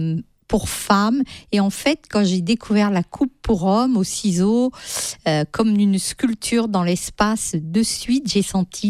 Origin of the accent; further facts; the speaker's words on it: Centre-Val de Loire, France; born there; now in Nice, France; Moi, je suis née en Sologne.